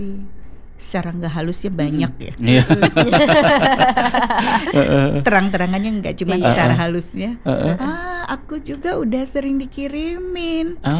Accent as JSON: {"language": "Indonesian", "region": "Lampung", "country": "Indonesia", "moved": "yes", "lives_now": "Jakarta, Indonesia", "said": "Saya kebetulan asli orang Lampung dan memang ada di sini."}